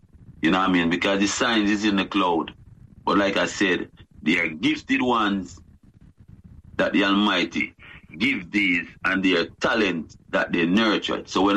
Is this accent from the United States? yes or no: no; Jamaica; And Rasta Philosophy, as a Jamaican, up to today, as we speak, Rasta have brought, I would say, the most tourists, the most money, the most to the country.